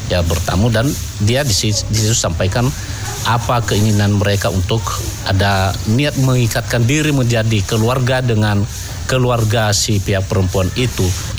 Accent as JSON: {"language": "Indonesian", "area": "Nias", "region": "North Sumatra", "country": "Indonesia", "tie": "born there", "said": "Dulu di kampung saya sendiri"}